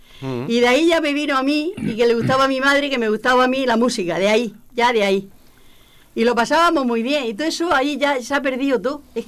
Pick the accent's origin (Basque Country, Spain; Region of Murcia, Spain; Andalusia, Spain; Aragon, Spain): Region of Murcia, Spain; Fortuna; Yo nací en Fortuna.